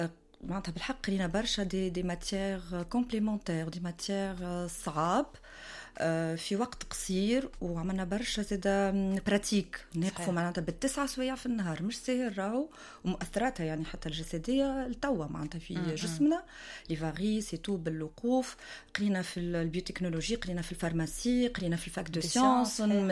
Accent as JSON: {"language": "Arabic", "town": "Monastir", "region": "Monastir Governorate", "country": "Tunisia", "tie": "born or raised there", "said": "انا بنت المستير تربيت في المستير"}